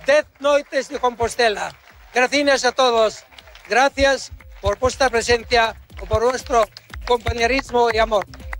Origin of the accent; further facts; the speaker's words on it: Palestine; Palestina es mi tierra, es una nací allí. Palestina es mi tierra. Repito, mi tierra está conmigo. Yo soy Palestina.